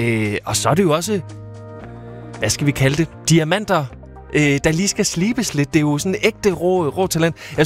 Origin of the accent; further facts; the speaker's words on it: Kolding, Region of Southern Denmark, Denmark; Jeg er fra Kolding. Jeg er fra det østjyske.